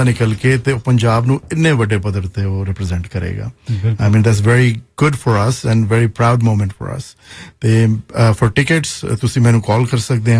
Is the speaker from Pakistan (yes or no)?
yes; Punjab, Pakistan; ਮੈਂ ਇਹ ਵੀ ਦੱਸਣਾ ਚਾਹੁੰਦਾ ਕਿ ਮੈਂ ਲਹਿੰਦੇ ਪੰਜਾਬ ਤੋਂ ਹਾਂ ਭਾਜੀ ਚੜ੍ਹਦੇ ਪੰਜਾਬ ਤੋਂ ਨੇ